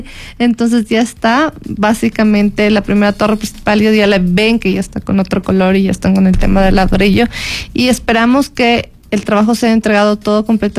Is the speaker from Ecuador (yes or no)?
yes; Quito, Pichincha, Ecuador; Siempre vas a encontrar sabores de mi tierra